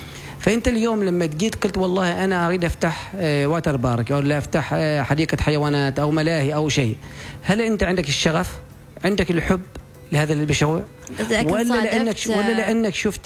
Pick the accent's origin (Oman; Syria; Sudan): Oman; عندنا في عمان.